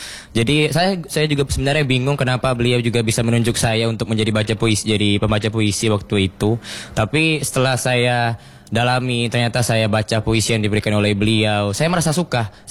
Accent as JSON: {"language": "Indonesian", "region": "Jambi", "country": "Indonesia", "said": "Saya berasal dari kota Jambi."}